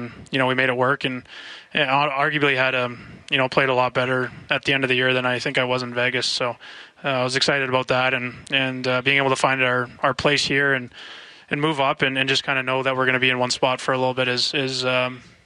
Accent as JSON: {"language": "English", "country": "Canada", "said": "being Canadian, I'd have to worry about the visa or anything like"}